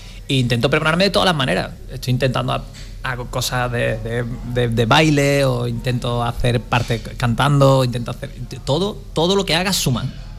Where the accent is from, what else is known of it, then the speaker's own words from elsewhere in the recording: Cádiz, Andalusia, Spain; Y le dije que soy de Cádiz.